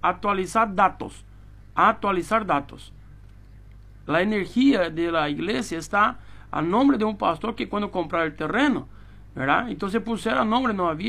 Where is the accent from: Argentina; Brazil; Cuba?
Brazil; Spanish is a second language; moved away as an adult; now in Paraguay; Yo soy brasileño y yo, ¿dónde me voy?